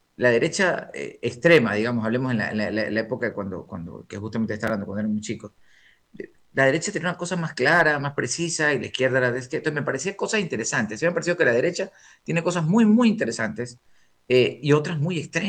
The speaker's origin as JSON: {"language": "Spanish", "country": "Ecuador", "said": "Yo, como ecuatoriano"}